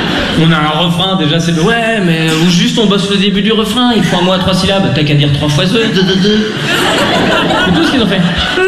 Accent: Lausanne, Vaud, Switzerland; Moi, je viens de Lausanne. Les girons, c'est pour les bouseux, donc... À Lausanne, il n'y a pas de giron.

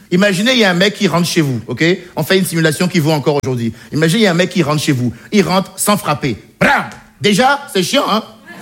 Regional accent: Benin; J'ai grandi au Bénin, un petit pays d'Afrique de l'Ouest, dont je vous dirais bien que c'est le pays le plus corrompu du monde.

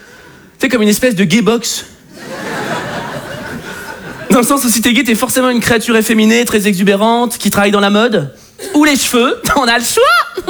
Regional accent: France

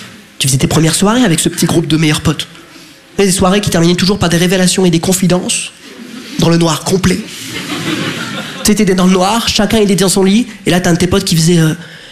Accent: France; Je dis, mais papa, mais on est de France.

